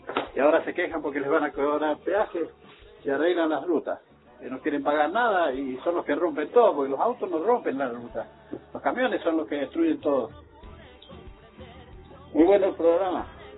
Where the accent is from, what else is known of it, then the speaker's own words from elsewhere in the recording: Santa Fe, Argentina; En Santa Fe, yo soy de Santa Fe, no lo mismo tengo más, pero estoy en Santa Fe.